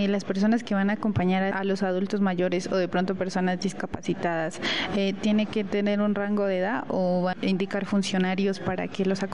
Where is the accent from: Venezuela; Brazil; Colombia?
Colombia; ese derecho al voto que tenemos como colombianos aquí en este territorio